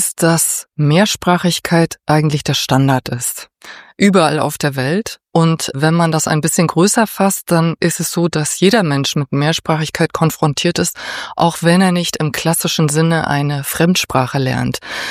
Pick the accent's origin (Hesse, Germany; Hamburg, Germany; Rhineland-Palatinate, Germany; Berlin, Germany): Berlin, Germany; first language German and Persian; ich bin in Berlin-Mitte aufgewachsen und zwar im Ostteil der Stadt.